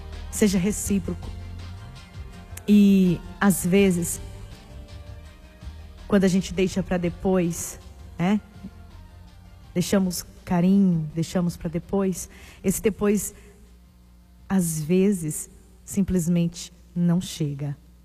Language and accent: Portuguese; Brazil; Nós somos brasileiros.